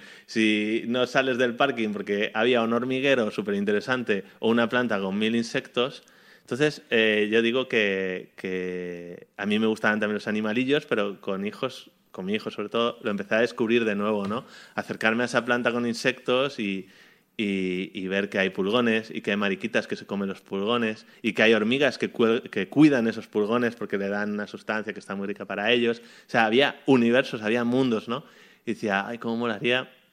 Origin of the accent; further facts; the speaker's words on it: Madrid, Community of Madrid, Spain; now in Germany; yo soy de Madrid, en Madrid, bueno, en Jerez, porque tengo muchos amigos de Jerez, porque mi familia es de allí